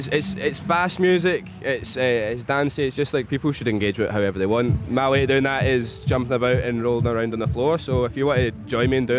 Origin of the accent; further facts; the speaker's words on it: Glasgow, Scotland, United Kingdom; we are from Glasgow